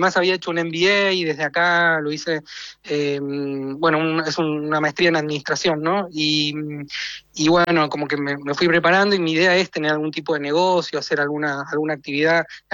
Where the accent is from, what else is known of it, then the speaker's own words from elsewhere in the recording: Argentina; now in Chile; No, nosotros somos, los argentinos somos más parecidos a los uruguayos en ese sentido. Hay como otra cosa, somos rioplatenses.